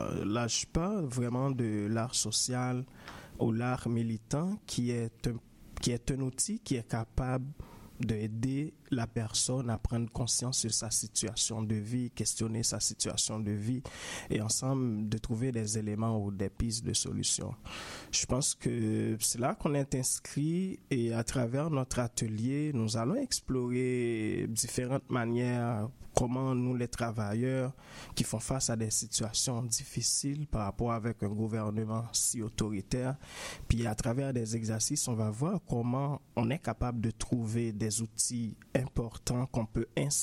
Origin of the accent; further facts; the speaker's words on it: Haiti; moved away; moi, en Haïti, je viens d'Haïti, en fait.